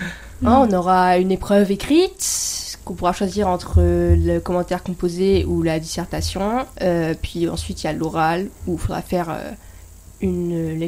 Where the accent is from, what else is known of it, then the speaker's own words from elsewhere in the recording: Taiwan; also born or lived in France; Il faut savoir que je suis franco-taïwanaise, donc j'ai grandi 5 ans à Taïwan, et donc je parle déjà chinois.